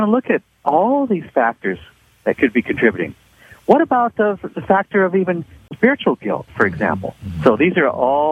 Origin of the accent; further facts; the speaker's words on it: Seattle, Washington, United States; I'm from Seattle. People drink coffee here.